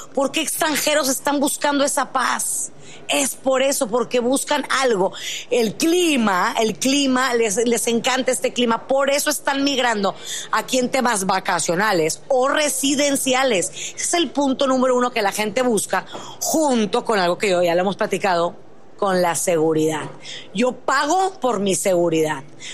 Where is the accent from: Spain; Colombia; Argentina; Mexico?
Mexico; Monterrey, Nuevo León; soy de Monterrey, vivo en un acelerín total